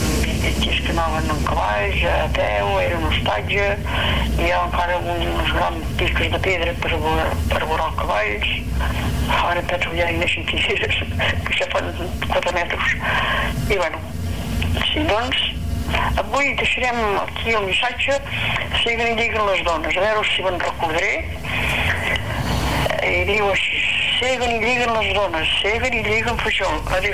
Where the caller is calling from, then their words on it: Santa Pau, Catalonia, Spain; de Santa Pau, que és ben dit del veïnat dels Arts, que en diuen el veïnat dels Arts perquè tenim el santuari de la Mare de Déu dels Arts